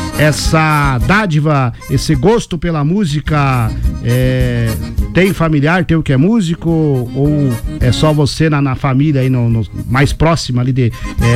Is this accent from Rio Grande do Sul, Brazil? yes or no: yes; Ciríaco, Rio Grande do Sul, Brazil; inclusive aí em Siríaco, né, nossa terra